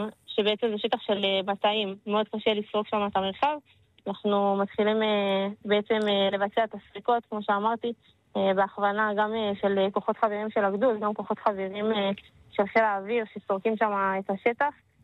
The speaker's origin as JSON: {"language": "Hebrew", "town": "Karmiel", "region": "Northern District", "country": "Israel", "said": "אני מקרמיאל"}